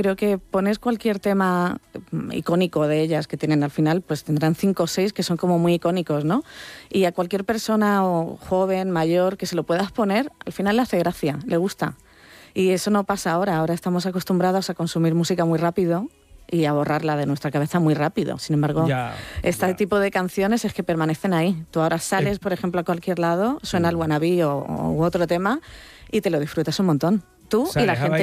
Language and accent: Spanish; Alicante, Valencian Community, Spain; Yo soy de Alicante, me vine aquí a estudiar y yo me planté en el sello